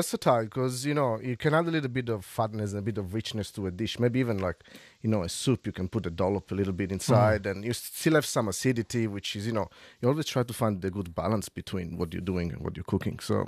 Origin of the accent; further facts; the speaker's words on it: Apulia, Italy; I'm from Puglia, so it's really close to Greece, and I grow up eating